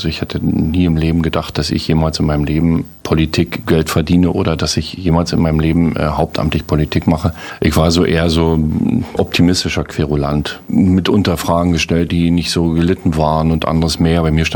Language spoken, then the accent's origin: German; Forst, Brandenburg, Germany; Ich muss mal kurz erklären, damit man mal die Ausmaße in meiner Heimatstadt Forst vielleicht mal ermessen kann.